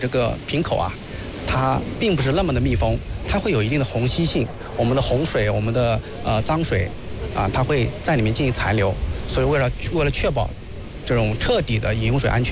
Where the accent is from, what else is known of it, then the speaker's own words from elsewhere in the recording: Guangxi, China; 包括我们广西这边最喜欢吃的鱼生啊，这些我们这段时间都不要吃了